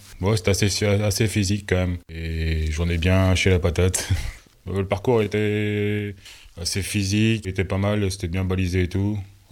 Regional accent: Boissy-Fresnoy, Hauts-de-France, France; Boissy-Fresneaux.

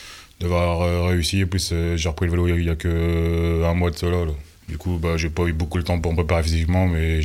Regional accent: Boissy-Fresnoy, Hauts-de-France, France; Boissy-Fresneaux.

